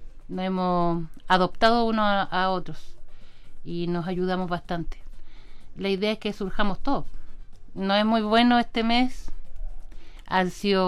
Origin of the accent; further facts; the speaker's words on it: Puente Alto, Santiago Metropolitan Region, Chile; moved away; yo soy de Puente Alto, yo cuando llegué acá hace como 15 años